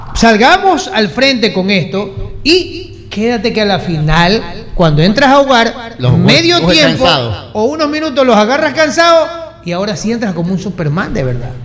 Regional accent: Ecuador

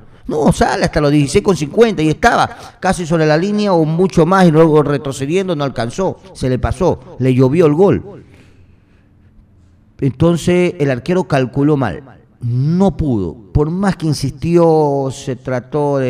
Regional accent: Ecuador

